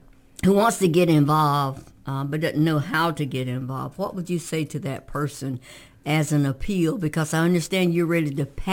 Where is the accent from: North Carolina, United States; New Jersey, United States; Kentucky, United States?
North Carolina, United States; Garland; moved away; I was from Garland